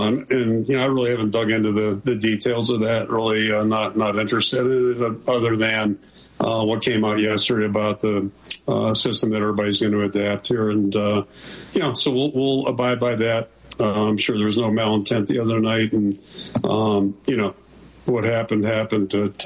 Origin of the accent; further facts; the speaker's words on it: Pittsburgh, Pennsylvania, United States; moved away as an adult; now in Iowa, United States; Yeah, I didn't know much about the Big Ten when I got here in 1981, growing up in Pittsburgh.